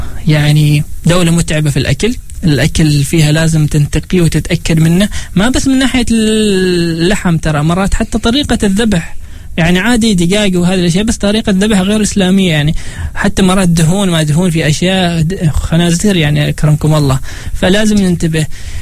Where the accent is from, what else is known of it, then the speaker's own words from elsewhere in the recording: Oman; نحن في العمان نسميها عزبه